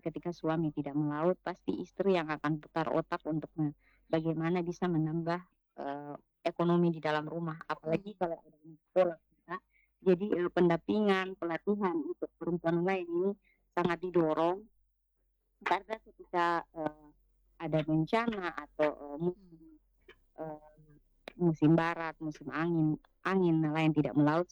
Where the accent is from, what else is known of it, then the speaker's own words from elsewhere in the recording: Kupang, East Nusa Tenggara, Indonesia; biasa kita orang Kupang bilang kiri-kiri